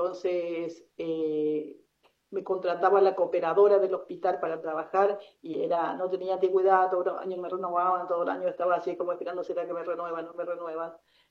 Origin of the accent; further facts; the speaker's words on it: Paraguay; now in Córdoba, Argentina; No soy la típica paraguaya callada